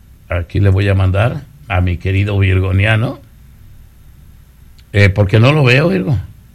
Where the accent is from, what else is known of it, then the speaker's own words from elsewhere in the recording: Ciudad Guzmán, Jalisco, Mexico; el vato es de Ciudad Guzmán, es de ahí de mi pueblo, de ahí de la vuelta de la esquina de donde yo vivo.